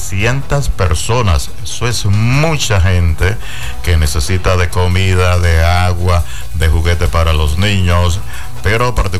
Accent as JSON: {"language": "Spanish", "town": "Caripito", "region": "Monagas", "country": "Venezuela", "tie": "born or raised there"}